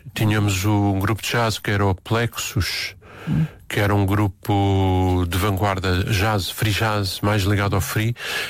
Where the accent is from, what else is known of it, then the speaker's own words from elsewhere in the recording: Portugal; moved away as an adult; also born or lived in Lisbon / Paris / Amsterdam / London; fugi de Portugal